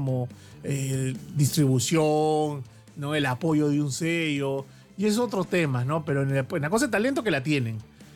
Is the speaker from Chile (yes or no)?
no; Peru; yo pensaba que solamente había pasado en mi país, en el Perú